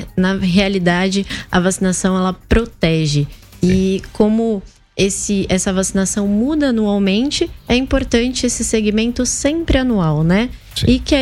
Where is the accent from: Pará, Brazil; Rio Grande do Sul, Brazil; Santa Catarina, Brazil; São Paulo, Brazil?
São Paulo, Brazil; Santos; now in Piraju, Brazil; Não sou de Piraju, sou de Santos, mas agora pirajuense aí de coração.